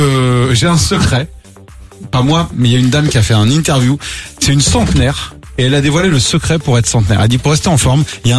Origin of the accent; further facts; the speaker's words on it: Pays de la Loire, France; je suis vendéen, j'ai grandi à côté